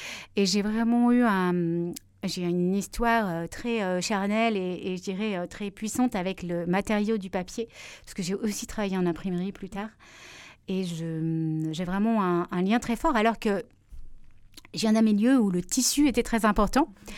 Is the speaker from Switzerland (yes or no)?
no; Grenoble, Auvergne-Rhône-Alpes, France; moved away as an adult; also born or lived in Paris; Je suis grenobloise, mais j'étais 10 ans à Paris, donc j'ai travaillé en librairie. Et quand je suis revenue à Grenoble avec ma fille